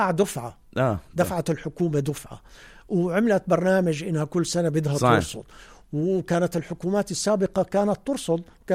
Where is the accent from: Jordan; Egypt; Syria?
Jordan; إحنا شعب أردني واعي وفي وفي وصادق